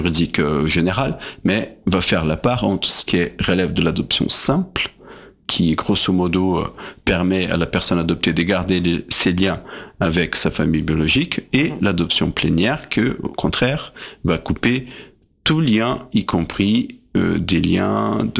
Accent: Brazil; first language Portuguese; French is a second language; now in France; Ça, il y en a aussi bien en portugais, là d'où je viens, du Brésil.

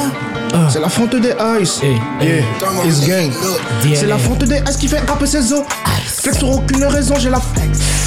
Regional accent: Cameroon; moved away; c'est le duo, c'est moi … Et mon gars dit … Et on vient du Cameroun.

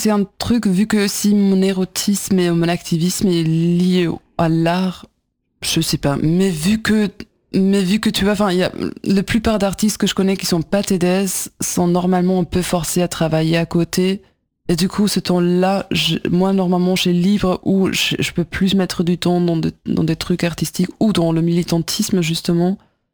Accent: Germany; now in Paris, France; Je suis allemande, hein.

